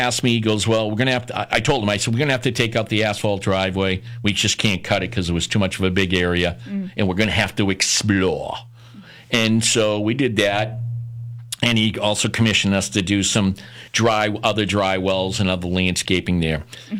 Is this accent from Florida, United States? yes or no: no; Boston, Massachusetts, United States; I'm a Boston kid, okay? You know, we have our own language in Boston.